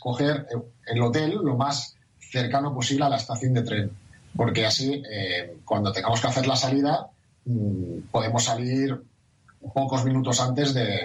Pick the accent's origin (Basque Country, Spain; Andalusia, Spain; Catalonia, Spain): Catalonia, Spain; Barcelona; Es muy parecido para la gente como yo, que somos de Barcelona, sería comparable a Montjuïc.